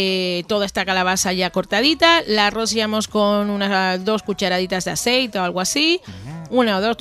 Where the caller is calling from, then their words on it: Tacoronte, Canary Islands, Spain; de Tacoronte, que por cierto, ya estamos de fiesta.